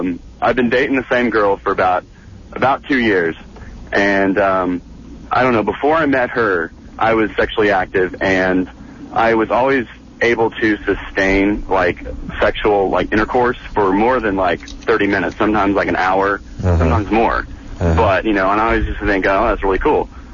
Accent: United States; I'm a American boy.

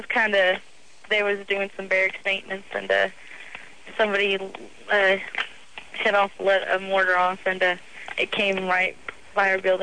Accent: Texas, United States; I'm from Texas.

